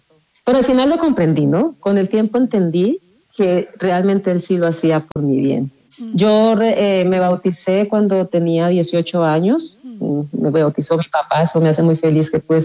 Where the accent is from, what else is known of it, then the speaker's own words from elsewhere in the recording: Colombia; now in Mexico; Soy de Colombia, pero vivo actualmente en México. … Vengo de familia de padres pastores y realmente tengo mucha familia cristiana.